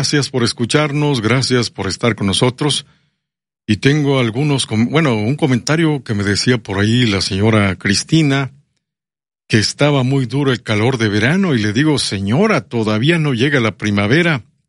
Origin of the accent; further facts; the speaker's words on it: Veracruz, Mexico; Saludos al puerto de Veracruz, a mis amigos los veracruzanos. Yo soy veracruzano, 100% jarocho.